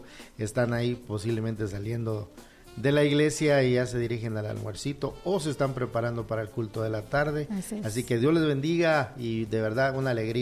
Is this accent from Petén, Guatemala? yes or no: no; San Mateo Ixtatán, Huehuetenango, Guatemala; born there; also born or lived in Cuilapa; Yo nací en San Mateo, Ixtatán, Huehuetenango. Ahí nací.